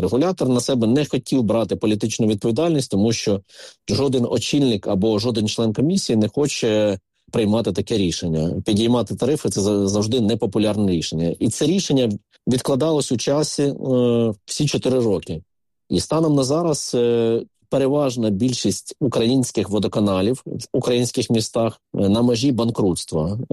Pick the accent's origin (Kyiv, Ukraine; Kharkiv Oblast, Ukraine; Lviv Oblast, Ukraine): Kyiv, Ukraine; і ми кияни, і так само дніпряни за киян переживають